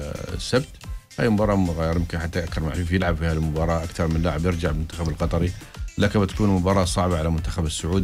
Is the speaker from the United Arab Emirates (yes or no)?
yes; United Arab Emirates; انا إماراتي